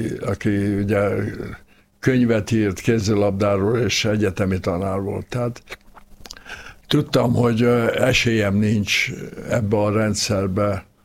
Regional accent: Eger, Heves, Hungary; Pláne Egerben, mert Egerben nőttem föl, egész 18 éves koromig.

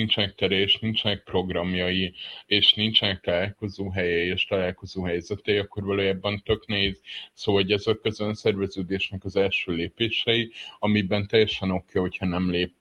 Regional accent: Pécs, Baranya, Hungary

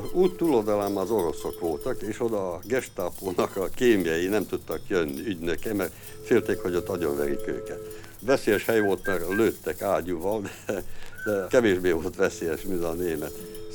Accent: Hungary; now in United States; épp úgy magyar ember vagyok, mint valaha is voltam. És épp úgy a hazám Magyarország, mint valaha is gyerekkoromban volt.

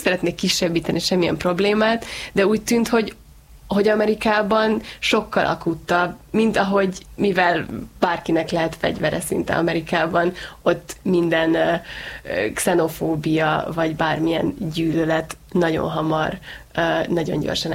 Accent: Hungary; amikor én így próbáltam beépülni az én fiatal zsidó közösségekbe Amerikában, és megtudták, hogy Magyarországról jövök

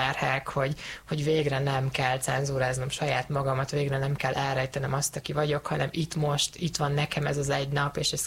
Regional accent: Hungary; Én ugye transznemű fiatalként nőttem fel Magyarországon, egy vidéki kis faluban

